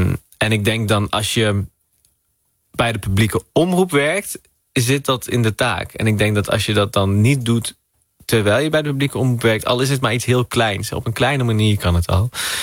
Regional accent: Netherlands; Toen denk ik, ja, maar ik ben ook Marokkaans.

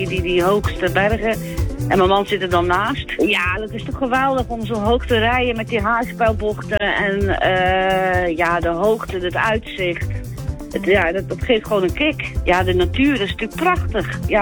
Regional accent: Dordrecht, South Holland, Netherlands; ik ben een Dordtenaar.

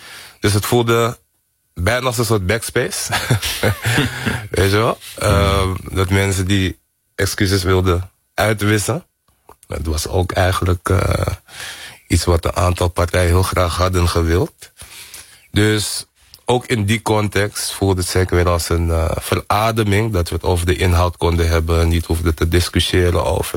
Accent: Amsterdam, North Holland, Netherlands; Omdat ik ben hier geboren en getogen in Amsterdam, in Nederland. Maar ja, ik woonde wel in een hele Surinaamse omgeving.

